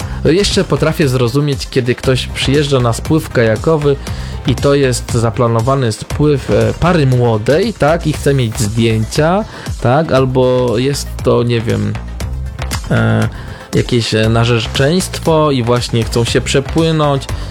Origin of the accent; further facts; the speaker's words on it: Lubusz Voivodeship, Poland; born there; also born or lived in Dąbrowa Górnicza, Silesian Voivodeship; pochodzę z Dąbrowy Górniczej. Ale tu zostałem przywieziony przez rodziców w latach 70., kiedy miałem 7 lat.